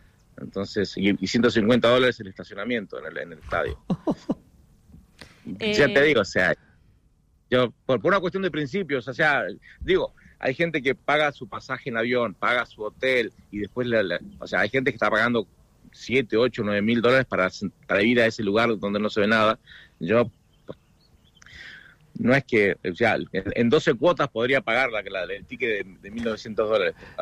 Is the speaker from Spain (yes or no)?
no; Comodoro Rivadavia, Chubut, Argentina; now in Kansas, United States; Los dos somos de Comodoro, sí.